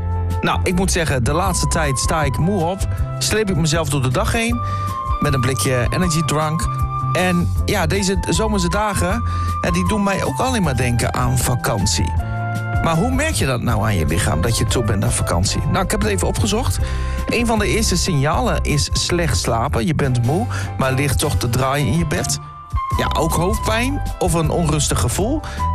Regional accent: Netherlands

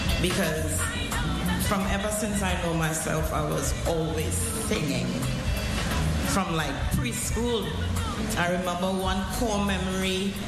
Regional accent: San Fernando, Trinidad & Tobago; I grew up in San Fernando, and you see how you all fanning? It's like this. It's very warm.

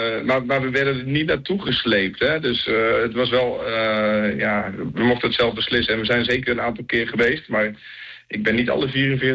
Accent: Flevoland, Netherlands; born there; also born or lived in Lelystad / Almere; toen we in Lelystad woonden en ook later in Almere.

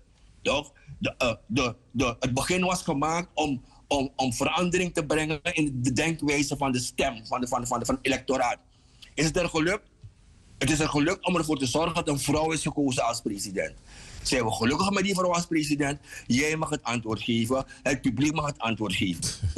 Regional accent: Suriname; also born or lived in Netherlands; Ik ben zelf uit Nederland in 2008 teruggekomen naar Suriname. Niet met de bedoeling om terug te gaan naar Holland. Met de bedoeling om een bijdrage te komen leveren.

